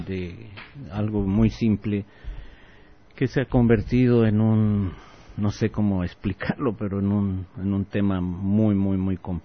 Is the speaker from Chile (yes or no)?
yes; Chile; Entonces, yo vengo desde Chile, que trabajo hace más de 20 años en el sector de energías renovables